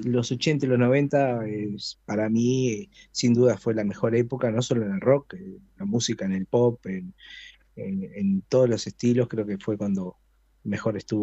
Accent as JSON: {"language": "Spanish", "town": "Piriápolis", "region": "Maldonado", "country": "Uruguay", "said": "como ya saben, somos de Piriápolis."}